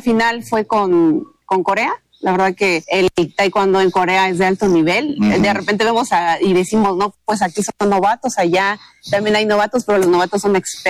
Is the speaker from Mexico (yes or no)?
yes; San Cristóbal, Chiapas, Mexico; pero que realmente es para Chiapas, sobre todo para mi ciudad natal, que es San Cristóbal.